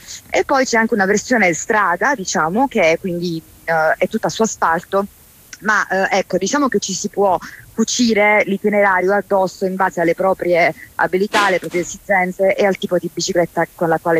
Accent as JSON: {"language": "Italian", "town": "Foggia", "region": "Apulia", "country": "Italy", "tie": "born or raised there", "said": "io sono nata e cresciuta a Foggia"}